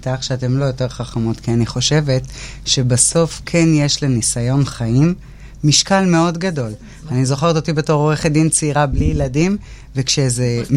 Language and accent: Hebrew; Tiberias, Northern District, Israel; כי גדלתי בטבריה, של שנות ה-80.